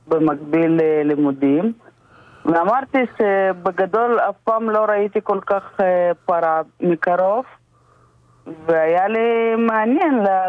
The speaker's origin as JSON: {"language": "Hebrew", "region": "Urals", "country": "Russia", "second_language": "Hebrew", "moved": "as an adult", "lives_now": "Kibbutz Shoval, Israel", "said": "אני עליתי מרוסיה, מהרי אורל, ב-2005."}